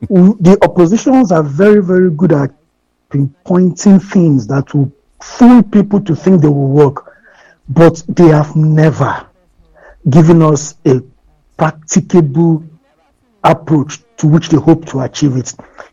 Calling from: Abeokuta, Ogun, Nigeria; I'm calling from Abeokuta.

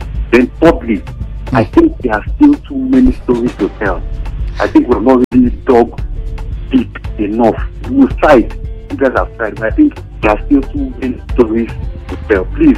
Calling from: Lagos, Nigeria; I'm calling from Festac.

